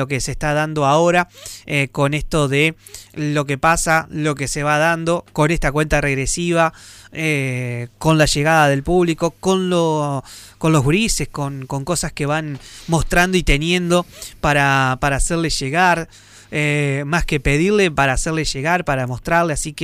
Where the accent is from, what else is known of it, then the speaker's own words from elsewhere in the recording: Argentina; con nosotros como argentinos.